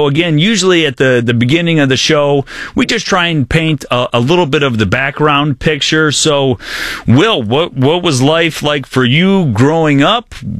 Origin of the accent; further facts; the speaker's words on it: Detroit, Michigan, United States; the suburbs that I grew up in Detroit